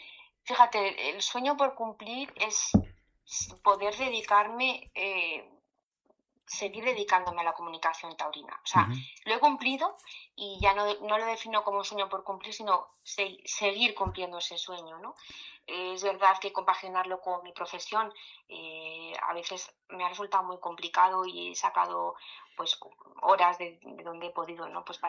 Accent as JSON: {"language": "Spanish", "town": "Madrid", "region": "Community of Madrid", "country": "Spain", "said": "Yo soy madrileña y lo llevo."}